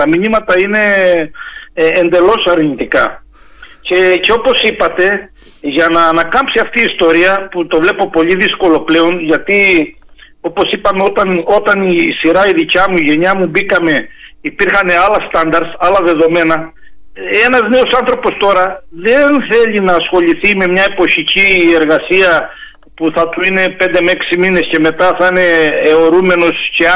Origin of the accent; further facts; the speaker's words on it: Greece; σαν Έλληνες πολίτες